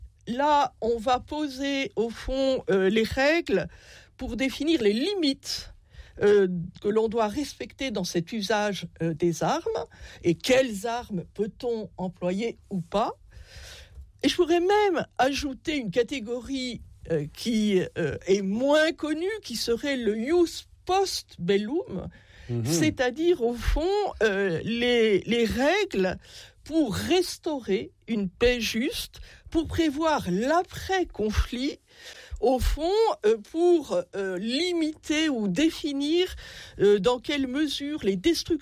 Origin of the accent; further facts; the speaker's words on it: France; parce que nous sommes français, le philosophe Jean-Jacques Rousseau